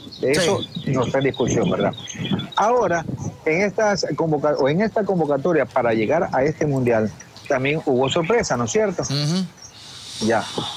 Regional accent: Ecuador; Aquí nosotros como ecuatorianos van a exigir que haga rompe de línea

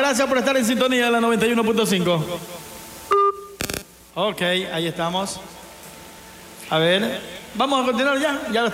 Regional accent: El Empalme, Guayas, Ecuador; toda la gente del Cantón El Empalme, mi pueblito natal.

